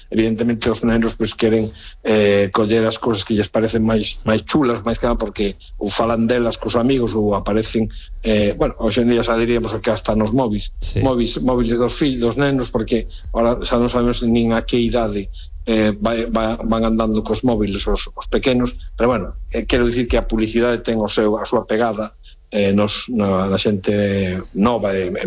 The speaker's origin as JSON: {"language": "Galician", "town": "Lugo", "region": "Galicia", "country": "Spain"}